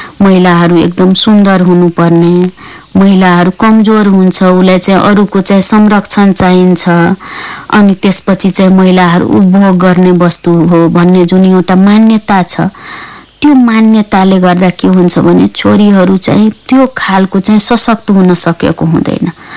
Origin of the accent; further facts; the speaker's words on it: Madhesh Province, Nepal; accent: Madhesi/Maithili tone; first language Maithili; Nepali is a second language; now in Kathmandu, Nepal; मधेसी समुदायको मेरो मातृभाषा मैथिली हो, मेरो टोन फरक पर्थ्यो, अनि उहाँहरूले मलाई भारतीय भन्ने, कसैले इन्डियन भन्ने